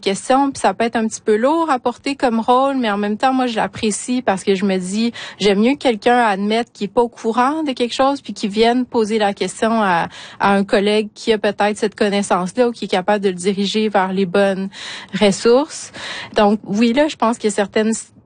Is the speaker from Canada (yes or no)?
yes; Quebec City, Quebec, Canada; comme Chouchane, j'ai grandi à Québec, donc hors communauté.